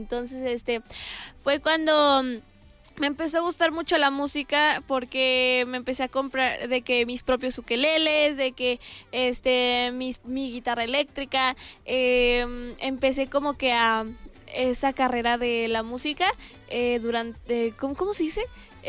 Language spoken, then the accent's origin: Spanish; León, Guanajuato, Mexico; Yo soy de aquí de León, Guanajuato. Sí, soy de aquí de León, Guanajuato, semifinalista de La Voz Kids. Y pues obviamente, orgullosamente leonesa.